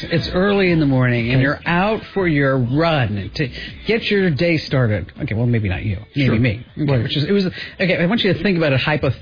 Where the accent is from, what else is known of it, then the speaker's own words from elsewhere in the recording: New Jersey, United States; accent: New Jersey; That's my New Jersey accent coming out.